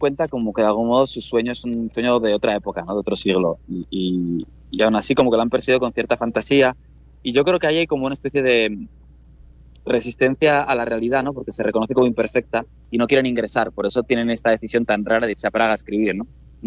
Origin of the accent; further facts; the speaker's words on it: Pamplona, Navarre, Spain; Yo soy de Pamplona, que es una ciudad medio vasco parlante, y no hablo la lengua